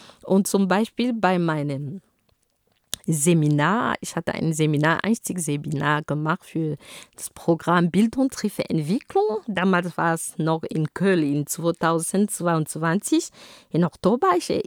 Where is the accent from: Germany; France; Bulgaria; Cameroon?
Cameroon; Da, wo ich herkomme, ist es gut, ist es schön. Aber es gibt auch woanders, wo es auch gut und schön und auch groß sind. Ich erinnere mich gerade an eine Landkarte, die ich bei mir zu Hause, als ich in Kamerun war, hatte.